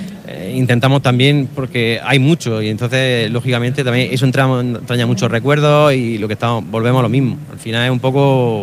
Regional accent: Spain; que nosotros somos españoles, pues bueno, pues vamos a sentir ahí un poco esa nostalgia.

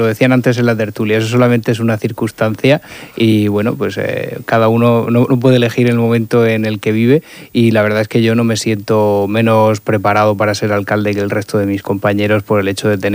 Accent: Region of Murcia, Spain

